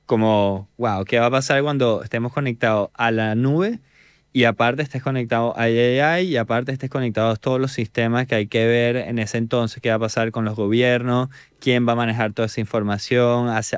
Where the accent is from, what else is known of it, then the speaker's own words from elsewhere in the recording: Venezuela; como nosotros somos venezolanos